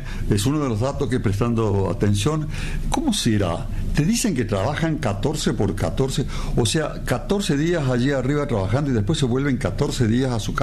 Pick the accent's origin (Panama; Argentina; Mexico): Argentina